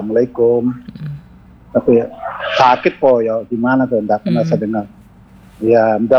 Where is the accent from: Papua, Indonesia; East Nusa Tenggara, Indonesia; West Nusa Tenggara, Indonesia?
Papua, Indonesia; Jayapura; born there; now in Yogyakarta, Indonesia; ini kan mengenang tempat kota kelahiranku di Hollandia